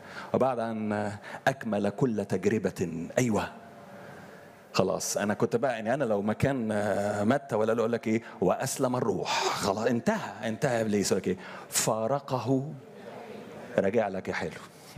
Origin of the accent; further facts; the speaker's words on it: Upper Egypt, Egypt; حد فاكر الأخ براذر أندرو زي ما كان يقول عندنا في الصعيد؟